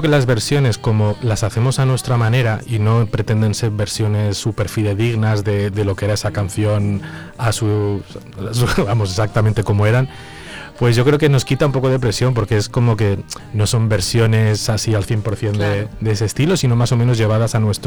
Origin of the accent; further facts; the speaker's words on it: Salamanca, Castile and León, Spain; now in Zamora, Spain; yo no soy de Salamanca, soy charro, soy de Salamanca.